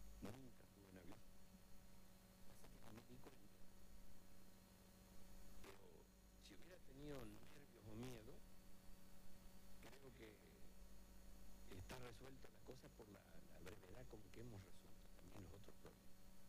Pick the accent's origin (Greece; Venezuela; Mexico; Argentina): Greece; Sé que no se funciona, que soy nacido griego. Estoy orgulloso de eso.